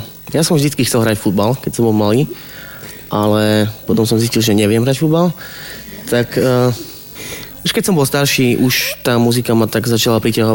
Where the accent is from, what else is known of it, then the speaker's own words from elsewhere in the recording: Slanec, Košice Region, Slovakia; Ja som zo Slanca a prežil som také akože nejaké normálne detstvo.